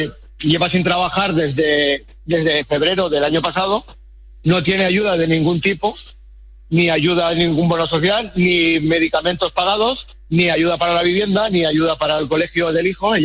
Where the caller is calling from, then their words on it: Castellón de la Plana, Valencian Community, Spain; Yo soy de Castellón.